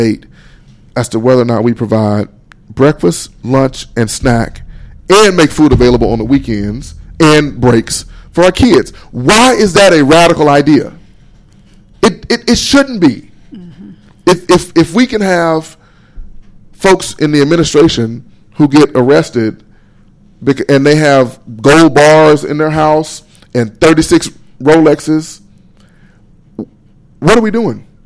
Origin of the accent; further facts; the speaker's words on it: Pine Bluff, Arkansas, United States; I grew up in Pine Bluff. And I went to Watson Chapel Public School District all the way through.